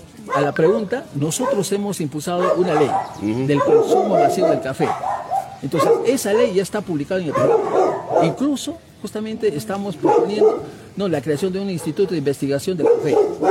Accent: Cerro de Pasco, Pasco, Peru; aunque soy de Cerro de Pasco.

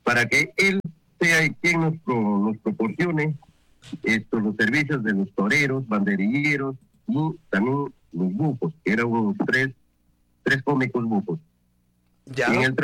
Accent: Ayacucho, Peru; dentro de nuestra jurisdicción del sur de Ayacucho hay gente sumisa, hay gente tímida, pero yo soy un luchador social

